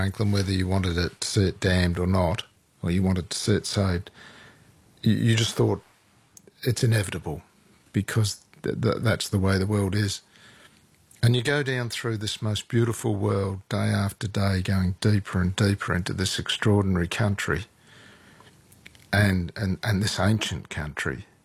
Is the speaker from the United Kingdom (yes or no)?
no; Tasmania, Australia